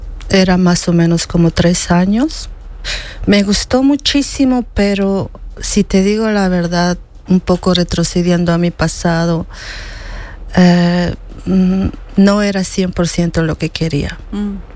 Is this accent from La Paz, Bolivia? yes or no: yes; El Alto, La Paz, Bolivia; born there; also born or lived in Cochabamba; Yo nací en La Paz, en el Alto La Paz, que puedo adjuntar diciendo que es la ciudad más alta del mundo.